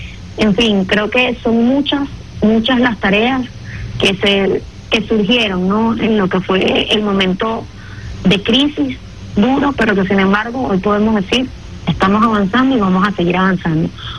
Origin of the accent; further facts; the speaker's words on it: Venezuela; Como venezolanos y venezolanas, a seguir poniendo un granito de arena